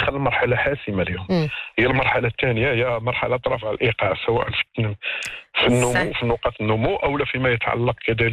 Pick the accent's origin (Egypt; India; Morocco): Morocco; أكبر مصنع كاين عندنا في المغرب